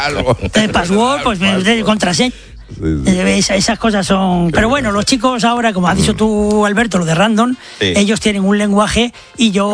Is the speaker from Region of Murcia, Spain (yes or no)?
yes; Lorca, Region of Murcia, Spain; a mí también me gusta, cuando vengo de Lorca muchas veces digo mese, pero la academia ahí pone freno.